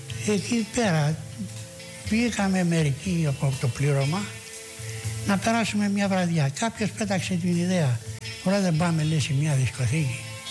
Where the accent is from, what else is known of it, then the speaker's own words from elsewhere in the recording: Greece; Είμαι Έλληνας.